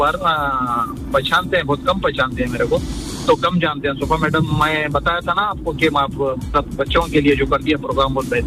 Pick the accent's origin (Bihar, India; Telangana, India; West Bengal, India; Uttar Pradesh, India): Telangana, India; Hyderabad; जी जी मैं हैदराबाद से हूँ।